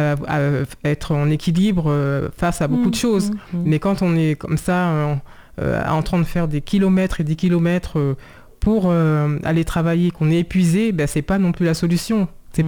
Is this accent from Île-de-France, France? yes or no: yes; Saint-Cloud, Île-de-France, France; born there